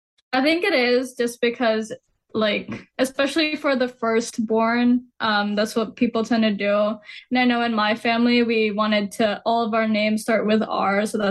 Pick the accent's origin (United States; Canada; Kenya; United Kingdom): Kenya; moved away; also born or lived in Philippines; I'm a psychology major and I come from Kenya, but I was born in Philippines.